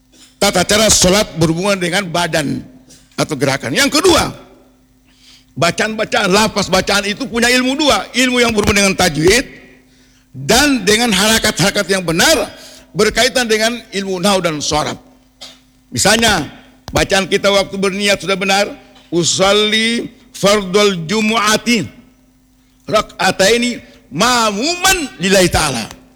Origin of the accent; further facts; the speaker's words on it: Central Sulawesi, Indonesia; first language Kaili; Dalam bahasa kita Kaili